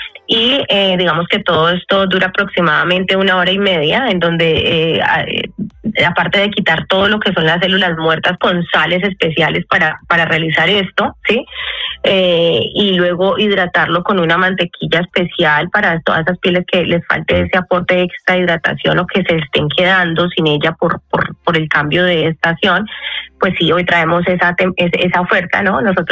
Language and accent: Spanish; Cali, Valle del Cauca, Colombia; O sea, yo soy así, una caleña arrebatada, y me gustan los colores así